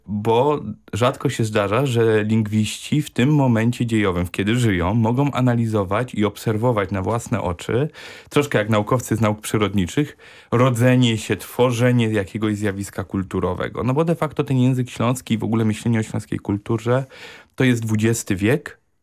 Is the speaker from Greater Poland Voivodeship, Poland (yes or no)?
no; Silesian Voivodeship, Poland; first language Silesian; Polish is a second language; My, Ślązacy